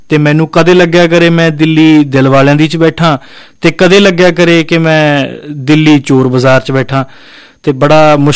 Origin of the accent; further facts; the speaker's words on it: Rama Mandi, Punjab, India; ਆਪਣੀ ਜ਼ਿੰਦਗੀ ਦੇ 20 ਸਾਲ ਜਿਹੜੇ ਹੈ ਉਹ ਮੈਂ ਪਿੰਡ ਵਿੱਚ ਰਿਹਾ। ਰਾਮਾ ਮੰਡੀ ਕੋਲ ਮੇਰਾ ਪਿੰਡ ਹੈ ਅਤੇ ਉੱਥੇ ਹੀ ਮੈਂ ਰਾਮਾ ਮੰਡੀ ਦੇ ਵਿੱਚ ਆਪਣੀ ਜਿਹੜੀ ਮੈਟ੍ਰਿਕ ਹੈ 10ਵੀਂ ਮੈਂ ਉੱਥੇ ਪਾਸ ਕੀਤੀ ਹੈ।